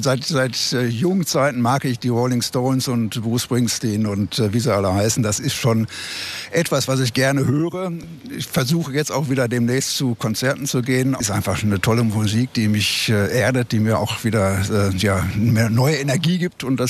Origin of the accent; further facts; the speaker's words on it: Dortmund, North Rhine-Westphalia, Germany; Ich bin Dortmunder und bleibe Dortmunder, ja.